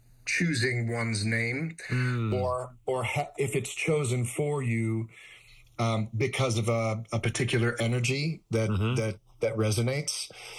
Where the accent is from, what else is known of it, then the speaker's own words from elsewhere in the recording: Detroit, Michigan, United States; born there; I was born in Detroit, Michigan.